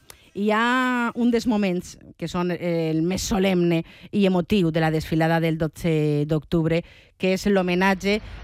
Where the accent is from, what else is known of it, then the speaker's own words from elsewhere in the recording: Valencian Community, Spain; Vull dir, com a valenciana, està